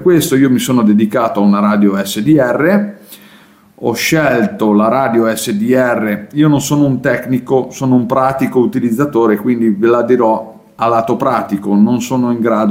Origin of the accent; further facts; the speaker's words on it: Trentino-Alto Adige/South Tyrol, Italy; è un po' la mia esperienza maturata negli ultimi anni, in quanto io sono dell'Alto Adige.